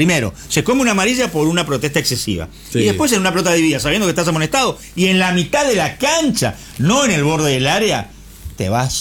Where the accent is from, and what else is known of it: Argentina